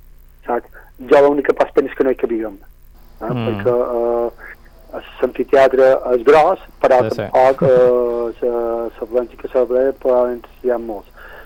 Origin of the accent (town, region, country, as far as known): Mallorca, Balearic Islands, Spain